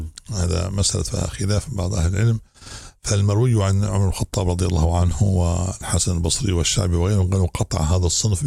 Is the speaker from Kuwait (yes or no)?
no; Libya; وهذا عندنا باب غايب عندنا في ليبيا حقيقة جانب الدعوة